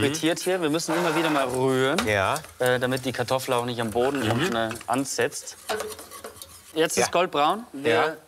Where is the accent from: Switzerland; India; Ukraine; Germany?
Germany; Bavaria; also born or lived in Austria; In Österreich geboren, aber im Landkreis Traunstein aufgewachsen.